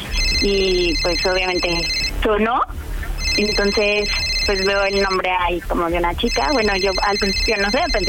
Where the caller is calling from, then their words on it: Mexico City, Mexico; Tengo 26 años. Soy de aquí, de la Ciudad de México, de Iztapalapa.